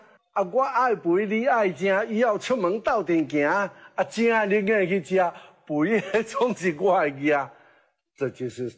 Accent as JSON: {"language": "Chinese", "country": "China", "said": "那我们中国人的优秀文化传统就是这样，幽默。"}